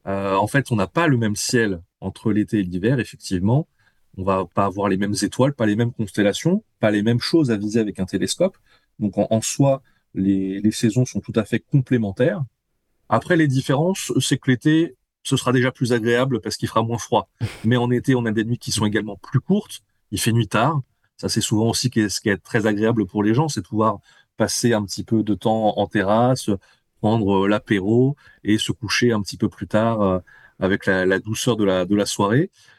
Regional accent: France

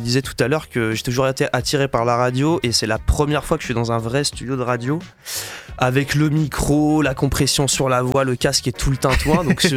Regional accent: Bourg-en-Bresse, Auvergne-Rhône-Alpes, France; moved away as an adult; now in Villeurbanne, France; je viens de Bourg-en-Bresse, j'ai fait mes armes là-bas on va dire. Et là ça fait un an et demi que j'habite à Villeurbanne.

